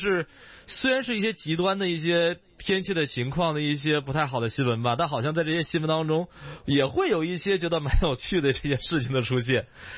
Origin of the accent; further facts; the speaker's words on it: Northeast China, China; now in Hong Kong; 我的家乡东北那边